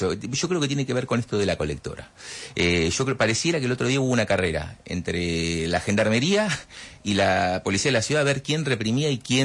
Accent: Mar del Plata, Buenos Aires Province, Argentina; moved away as an adult; now in Buenos Aires, Argentina; Yo soy de Mar del Plata, vine a vivir a Buenos Aires hace 20 años.

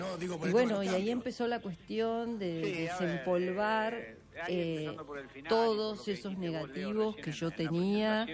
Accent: La Plata, Buenos Aires Province, Argentina; Claro, claro, yo en realidad soy platense.

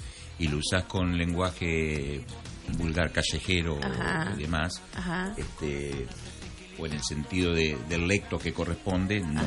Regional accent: Argentina; cómo somos los argentinos en general

